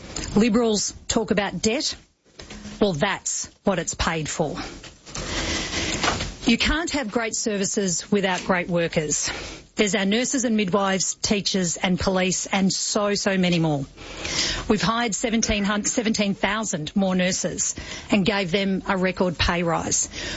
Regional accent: Bendigo, Victoria, Australia; And today, it means that my kids have the opportunity in their community that I didn't have when I grew up in Bendigo.

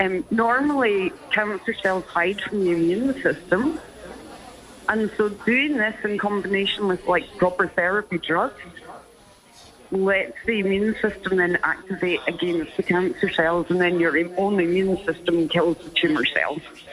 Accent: Scotland, United Kingdom; also born or lived in Adelaide, South Australia; now in Queensland, Australia; I was actually born in Adelaide, South Australia. I was raised in the north of Scotland, so I'm an Australian with this accent.

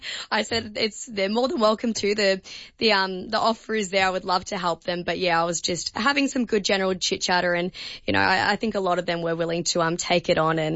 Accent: Melbourne, Victoria, Australia; I'm from Melbourne myself

